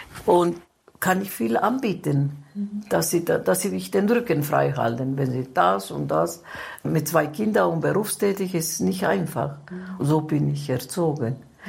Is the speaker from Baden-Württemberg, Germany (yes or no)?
no; Munich, Bavaria, Germany; Also meine Heimat ist München. Ich fühle mich als Münchnerin und mein Dorf, wo ich geboren bin.